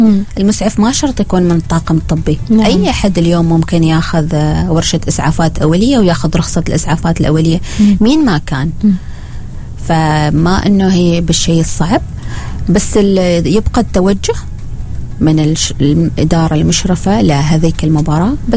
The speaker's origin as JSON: {"language": "Arabic", "country": "Oman", "said": "أنا أفتخر بكوني أنا من عمان."}